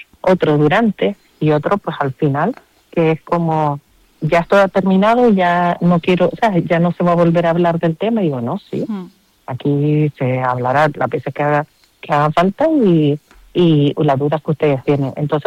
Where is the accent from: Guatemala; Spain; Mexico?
Spain; Canary Islands; Y yo, como buena canaria, que a veces no gusta llenar el chacán, pues intento meter alguna cosilla más